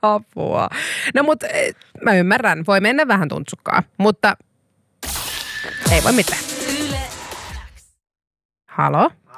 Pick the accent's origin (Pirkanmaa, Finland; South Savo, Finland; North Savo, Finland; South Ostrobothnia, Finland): North Savo, Finland; Kuopio; koska olen Kuopiosta kotoisin, niin isälläni on vene.